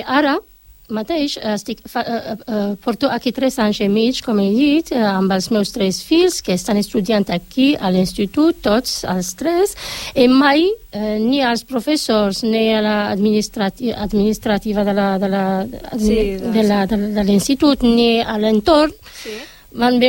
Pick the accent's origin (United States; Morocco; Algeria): Morocco; Catalan is a second language; moved away as an adult; now in Barcelona, Spain; soc del Marroc, una dona, una mare de tres fills adolescents, tinc 43 anys. Vaig venir aquí, porto aquí a Barcelona fa tres anys